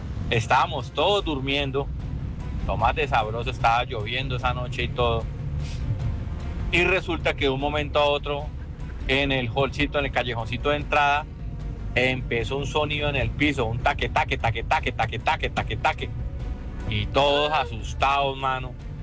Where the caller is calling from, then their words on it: Villavicencio, Meta, Colombia; Yo soy de aquí de Villavicencio